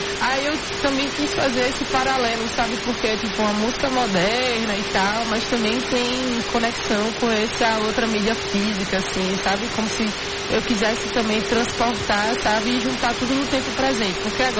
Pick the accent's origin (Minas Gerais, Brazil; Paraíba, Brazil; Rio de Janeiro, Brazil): Paraíba, Brazil; Tipo, que é também a mulher LGBT, paraibana, sabe? Da minha terra, da vanguarda.